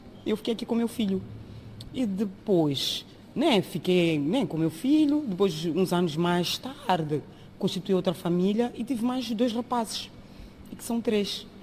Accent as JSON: {"language": "Portuguese", "region": "Maputo", "country": "Mozambique", "moved": "as an adult", "lives_now": "Faro, Portugal", "said": "tenho 47 anos, sou de Moçambique, na cidade de Maputo, antigo Lourenço Marques. E há quantos anos estou aqui? Já estou há 24 anos, sim."}